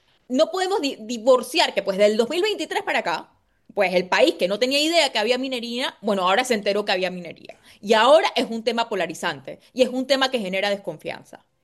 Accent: Panama; yo, como panameña

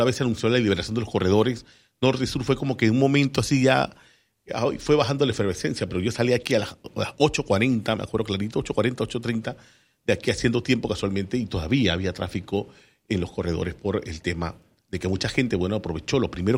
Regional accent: Coclé, Panama; mi tierra bella, Coclé.

